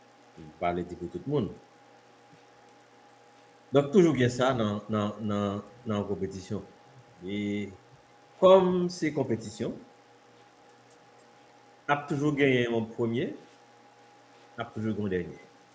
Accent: Haiti; Mais c'est pas trop coin dans la tête maintenant en tant qu'Haïtien

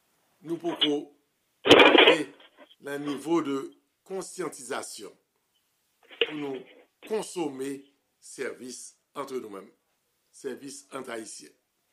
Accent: Haiti; Tout le monde connaît, en tant qu'haïtien, ça drapeau, ça a voulu dire.

